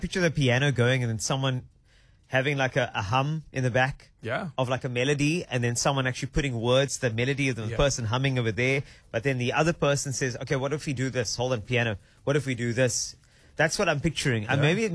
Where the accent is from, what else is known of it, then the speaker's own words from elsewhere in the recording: Cape Town, Western Cape, South Africa; you know, I'm from Cape Town. Kope is much different for me.